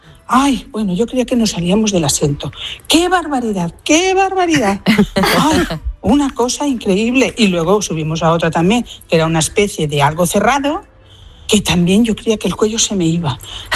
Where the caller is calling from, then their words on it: Valencia, Valencian Community, Spain; Soy … de Valencia.